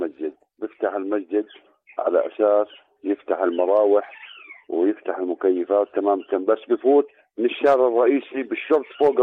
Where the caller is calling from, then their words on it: Amman, Amman Governorate, Jordan; أنا بحكي معك من عمان.